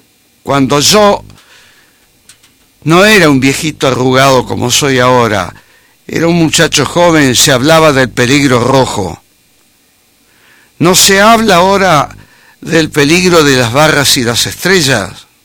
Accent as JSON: {"language": "Spanish", "country": "Argentina", "said": "los que sentimos latir a nuestra Argentina"}